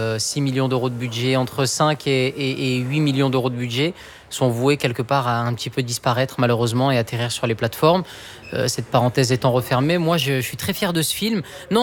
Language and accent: French; Occitanie, France; born there; Et on m'a emmené dans les Cévennes et je suis né dans le Gard.